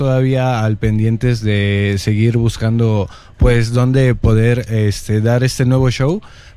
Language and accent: Spanish; Xalapa, Veracruz, Mexico; Así es, jalapeños. Jalapeños.